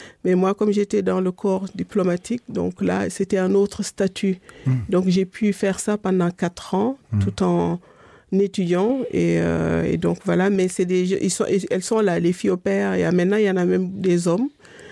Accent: Dakar, Senegal; moved away as an adult; also born or lived in London / Paris; now in Luxembourg; Donc mes parents viennent de ces deux régions, mais ils se sont installés à Dakar. Donc je suis née, j'ai grandi, j'ai vécu toute ma vie à Dakar jusqu'à 25 ans.

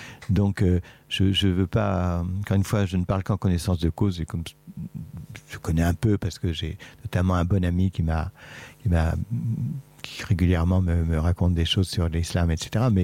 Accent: western France, France; moi, je viens d'une région, c'était les Chouans.

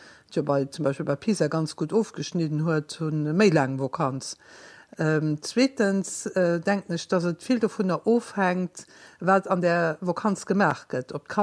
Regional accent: Luxembourg; Ich bin aus Lützburg

